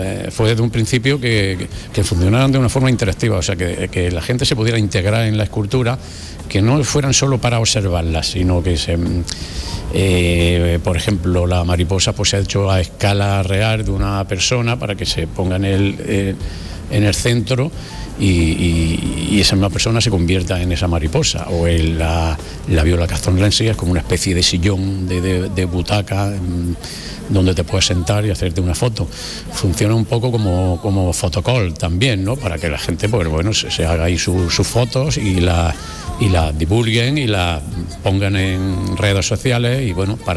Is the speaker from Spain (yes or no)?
yes; Jaén, Andalusia, Spain; yo soy de allí, soy del terreno, o sea que conozco bien el territorio